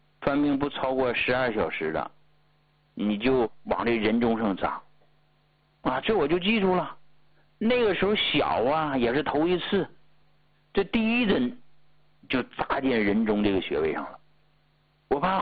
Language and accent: Chinese; Heilongjiang, China; 你别忘了，中国最冷的地方在黑龙江啊，对吧？我就是黑龙江出来的啊，我们那边的风湿骨病是最多的。